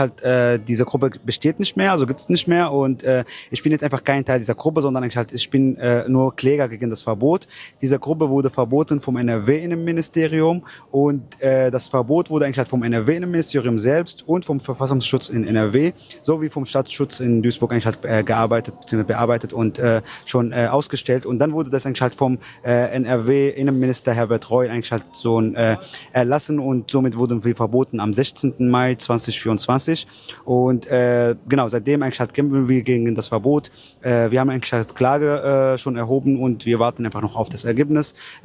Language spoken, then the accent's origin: German; Palestine; weil die Palästinenser beziehungsweise ich auch als Palästinenser haben das Recht eigentlich auf Rückkehr nach Palästina